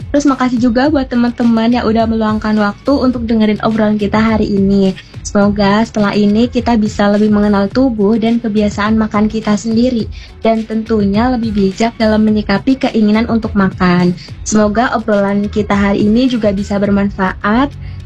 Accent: Banjarnegara, Central Java, Indonesia; Enggak Kak, aku asli Banjarnegara.

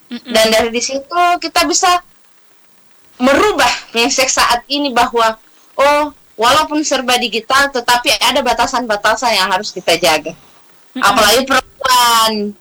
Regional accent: South Sulawesi, Indonesia; sebagai anak Sulawesi Selatan

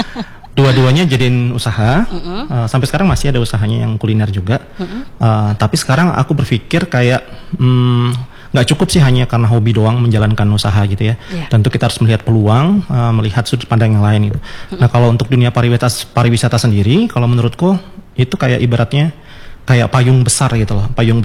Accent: Tanjung Pinang, Riau Islands, Indonesia; born there; also born or lived in Bogor; now in Batam, Indonesia; saya juga kelahiran Tanjung Pinang, jadi seputar daerah nih

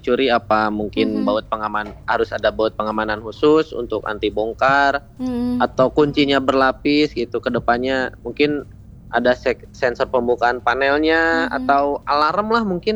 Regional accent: Bandung, West Java, Indonesia; Saya Ujung Berung teh, asli

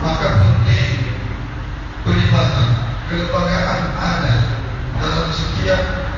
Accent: Nias, North Sumatra, Indonesia; kita sebagai orang Nias.

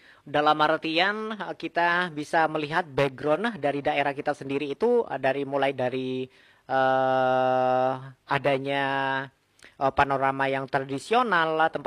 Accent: Madura, East Java, Indonesia; di daerah kita, Madura, yang terkenal itu adat ketimurannya

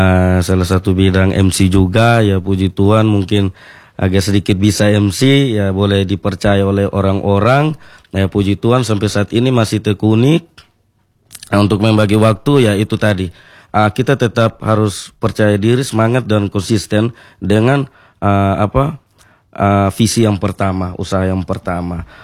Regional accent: Sumba, East Nusa Tenggara, Indonesia; kita sebagai anak muda, sebagai generasi Sumba

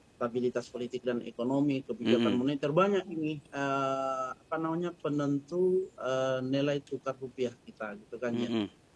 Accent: East Java, Indonesia; kita orang Madura

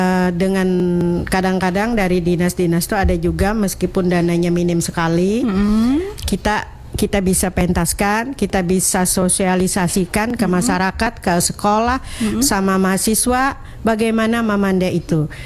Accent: South Kalimantan, Indonesia; Kita dari Hulu Sungai.

